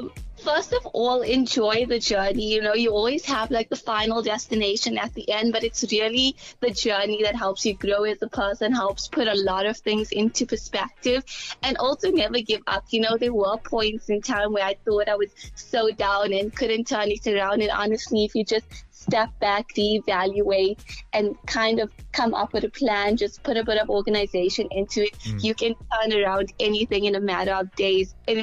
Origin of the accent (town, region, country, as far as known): South Africa